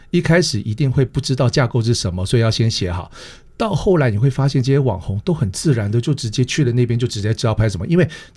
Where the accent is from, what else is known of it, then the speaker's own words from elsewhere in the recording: Hong Kong; 或者是说我的故乡也算是，因为我小时候在香港读书。